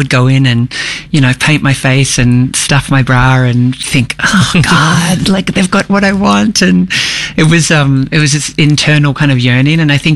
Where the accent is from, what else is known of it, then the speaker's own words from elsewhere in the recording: Melbourne, Victoria, Australia; I grew up in Melbourne, and I am 48. So I have had quite some time finding my way to who I am. But always been in Melbourne.